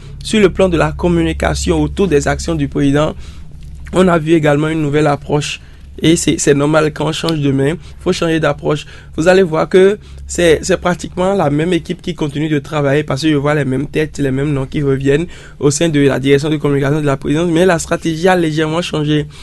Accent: Benin

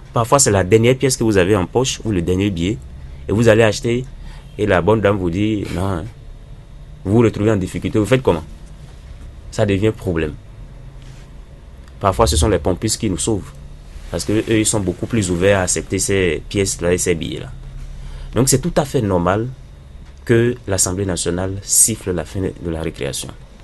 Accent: Benin; bravo à ces filles-là qui sont en train de nous rendre heureux en tant que Béninois

